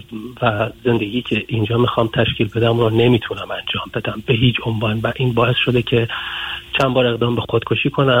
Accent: Iran; moved away as an adult; من توی شهرستان خیلی کوچیک توی ایران به دنیا آمدم و این توی خانواده بسیار بسیار فقیر و با شرط خیلی سخت زندگی می کردیم

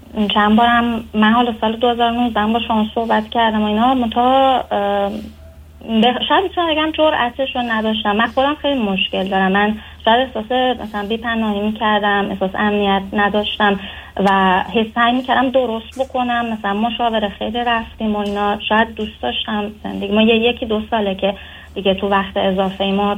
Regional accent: Iran; اینجا پزشکی دارم میخونم و تقریبا 2 ماه دیگه بعد یه آزمون خیلی سرنوشت ساز علوم پایه رو بدم. بعد خب از ایرانم درسم خوب بود، یعنی تو مدرسه اینا موفق بودم.

